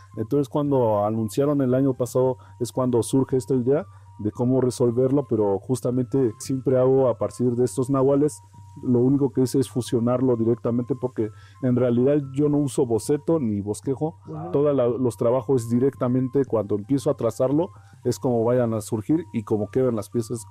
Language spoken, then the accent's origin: Spanish; Oaxaca, Mexico; first language Mazatec; Spanish is a second language; Antes que nada, pues un saludo en mi lengua materna, que es la lengua mazateca del estado de Oaxaca, principalmente en la Sierra Mazateca.